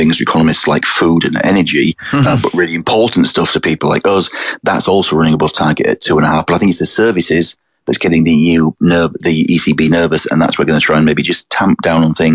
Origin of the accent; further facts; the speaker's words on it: England, United Kingdom; As an Englishman who was looking at HS2 proceeding like this